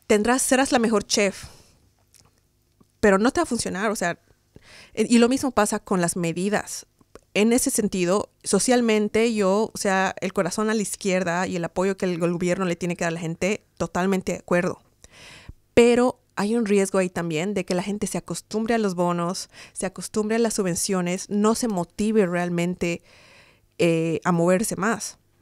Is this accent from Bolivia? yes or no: yes; Bolivia; moved away; las dos somos de Bolivia, de los Andes